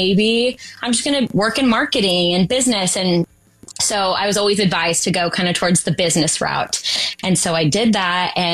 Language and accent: English; California, United States; born or raised there; now in Sacramento, United States